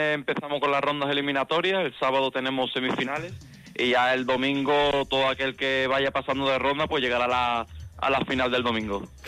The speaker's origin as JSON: {"language": "Spanish", "town": "Seville", "region": "Andalusia", "country": "Spain", "said": "casi más de la mitad del equipo, somos de aquí de Sevilla"}